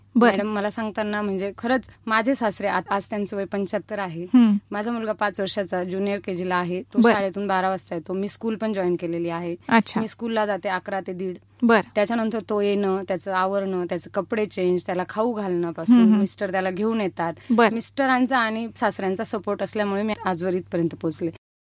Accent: Wajirkhed, Maharashtra, India; now in Malegaon, India; मी मूळची मालेगाव पासून 6 किलोमीटरवर माझं माहेर आहे वजीरखेड म्हणून.

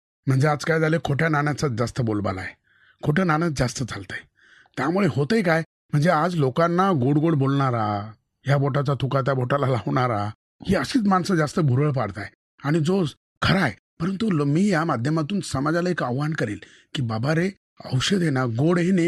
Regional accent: Gonde Dumala, Maharashtra, India; मी इगतपुरी तालुक्यामध्ये गोंदे दुमाला म्हणून गाव आहे, जिथे आता खाजगी 100 पेक्षा जास्त उद्योगधंदे आलेत. मी मुळात शेतकऱ्याचा मुलगा आणि अतिशय गरिबीतून मी मोठा झालो.

